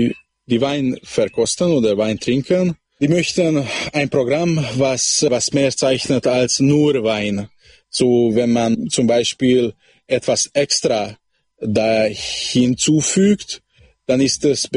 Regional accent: Baranya, Hungary; ich stamme aus Harscheid. Das ist ein schwäbisches Dorf im Komitat Braneu.

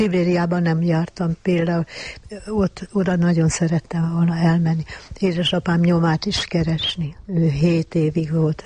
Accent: Veszprém County, Hungary; moved away as an adult; now in Budapest, Hungary; Világéletemben sajátomnak éreztem, és amikor Pestre fölkerültem 46-ban, akkor a Duna illatából is a tapolca jó szagát éreztem. Nem felejtettem el soha szülőföldemet.

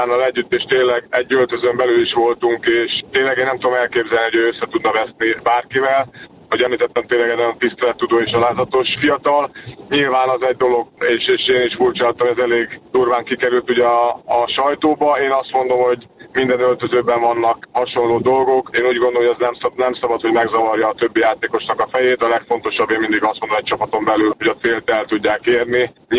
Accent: Hungary; Megmondom őszintén, én magyarként büszke vagyok rá

